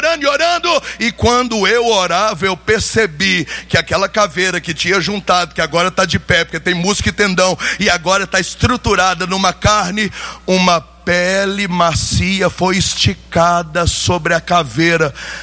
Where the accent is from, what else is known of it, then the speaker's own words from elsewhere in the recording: Minas Gerais, Brazil; Eu sou de Minas Gerais, me respeita. Respeita nossos pão de queijo, nossas vacas.